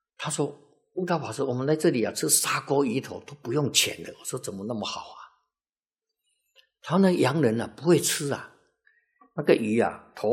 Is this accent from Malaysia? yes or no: no; Taiwan; 都免费的啊，我们台湾都要买的啊